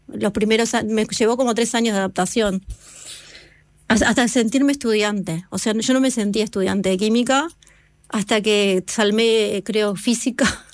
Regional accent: Salto, Uruguay; also born or lived in Montevideo; yo soy de Salto, y estaba en Montevideo

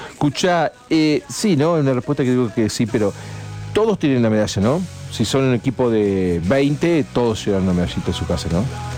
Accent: Argentina

